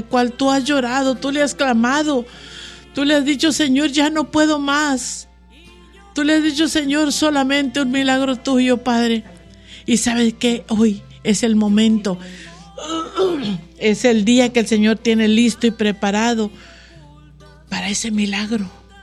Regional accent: Mexico; tenemos muchos mexicanos que venimos de México y ese México no sale de nosotros.

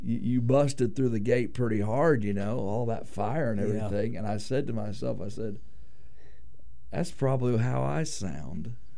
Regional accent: Arkansas, United States; moved away; So if I go back home to Arkansas, where I'm from

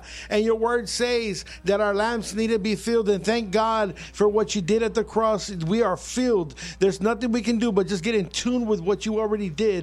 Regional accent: Donna, Texas, United States; We're from Donna, Texas.

